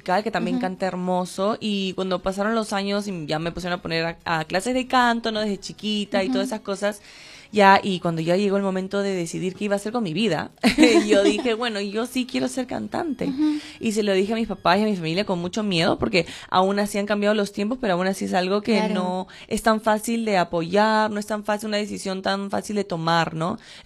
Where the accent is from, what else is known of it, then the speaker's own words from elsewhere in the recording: Peru; also born or lived in United States / California; yo nací en Estados Unidos, pero me crié aquí en Perú toda mi vida.